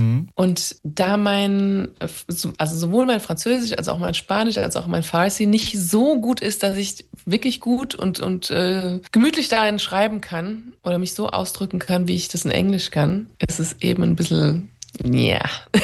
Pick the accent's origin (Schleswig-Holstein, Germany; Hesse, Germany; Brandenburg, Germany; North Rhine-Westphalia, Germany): Hesse, Germany; born there; also born or lived in Isfahan, Iran